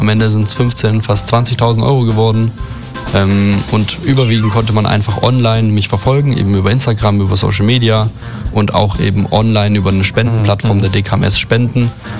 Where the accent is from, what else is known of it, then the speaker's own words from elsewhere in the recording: Crailsheim, Baden-Württemberg, Germany; aber auch vermehrt einfach aus Crailsheim, aus meinem Heimatort.